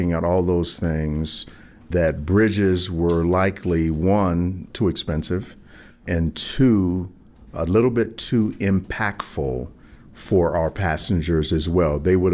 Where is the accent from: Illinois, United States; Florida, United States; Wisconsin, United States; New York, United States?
Illinois, United States; Chicago; moved away; also born or lived in Los Angeles; You mentioned Chicago. That's my hometown.